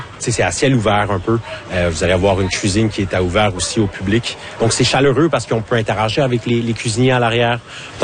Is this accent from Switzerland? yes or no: no; Montreal, Quebec, Canada; Je viens de Montréal. Mes parents viennent de Hong Kong. Est-ce que je me considère chinois? Je considère plus canadien, plus que chinois.